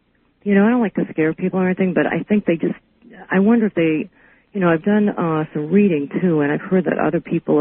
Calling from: New York, United States; Hi, I'm calling from New York.

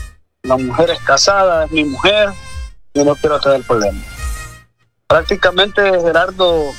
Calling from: Danlí, El Paraíso, Honduras; Yo soy de Daniel el Paraíso

